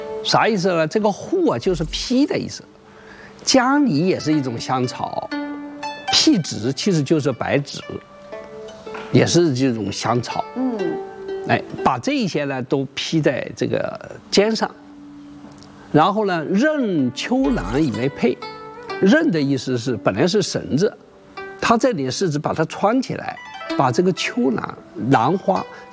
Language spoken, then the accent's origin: Chinese; China; 我们中国人